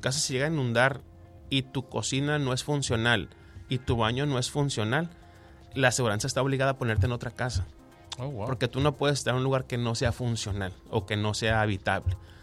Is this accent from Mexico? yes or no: yes; Mexico; como buenos mexicanos, no nos gusta usar el seguro.